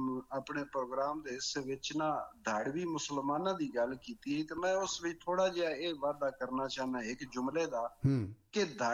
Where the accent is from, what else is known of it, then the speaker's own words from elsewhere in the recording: Punjab, Pakistan; accent: Jangli (rural Punjabi); ਮੈਂ ਬੋਲੀ ਆਪਣੀ ਜਿਹੜੀ ਮੇਰੀ ਪੇਂਡੂ ਦਿਹਾਤੀ ਜਿਹੜੀ ਜੰਗਲੀ ਬੋਲੀ ਹੈ